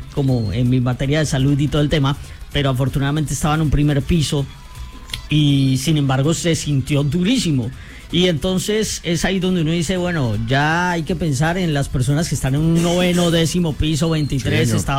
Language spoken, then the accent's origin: Spanish; Colombia